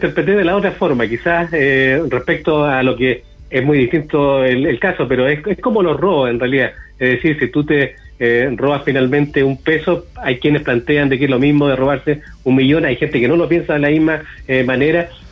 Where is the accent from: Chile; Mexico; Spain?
Chile